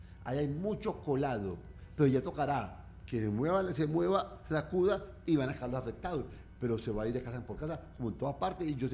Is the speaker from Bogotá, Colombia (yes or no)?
no; Pereira, Risaralda, Colombia